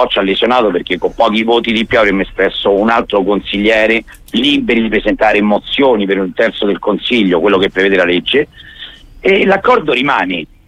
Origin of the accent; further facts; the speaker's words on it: Zagarolo, Lazio, Italy; also born or lived in Valle Martella; Io che sono cresciuto a Zagarolo, andato a scuola a Zagarolo dalla prima elementare, sono ancora il forestiero di Valle Martella